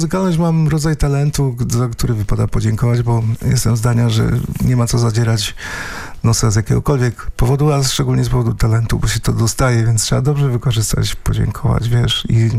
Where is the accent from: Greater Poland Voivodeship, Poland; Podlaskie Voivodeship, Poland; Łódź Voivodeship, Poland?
Greater Poland Voivodeship, Poland; Kalisz; kilkunastoletniego chłopaka, który biegał po rodzinnym Kaliszu